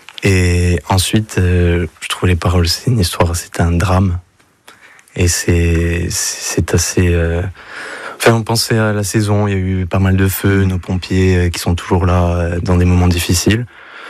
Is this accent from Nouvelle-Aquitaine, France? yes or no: no; Bastia, Corsica, France; De Bastia, moi, du coup.